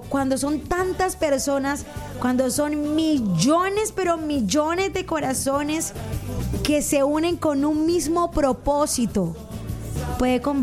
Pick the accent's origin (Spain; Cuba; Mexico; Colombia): Colombia; conectarnos como colombianos